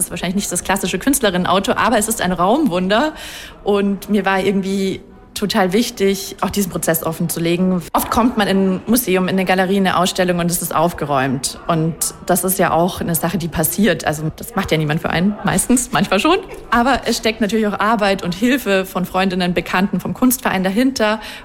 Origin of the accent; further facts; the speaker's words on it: Ingolstadt, Bavaria, Germany; born there; moved away; ich bin in Ingolstadt geboren